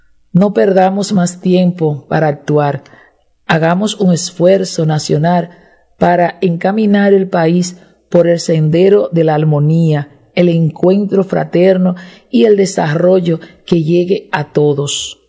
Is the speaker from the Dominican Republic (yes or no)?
yes; Dominican Republic